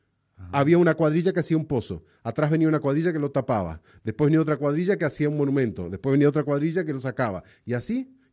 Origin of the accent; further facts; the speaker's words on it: Montevideo, Uruguay; born there; si bien vivo en Montevideo y nací en Montevideo, pero mi tierra es, mi corazón está en el interior siempre